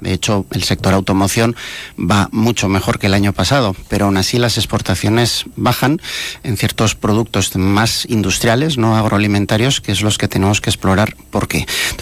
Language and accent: Spanish; Navarre, Spain; en un territorio como Navarra, que somos eminentemente industrial